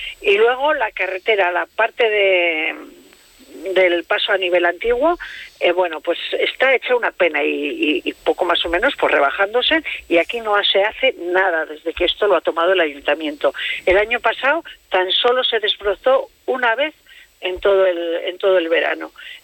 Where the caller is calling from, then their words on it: Logroño, La Rioja, Spain; llamo desde El Cortijo.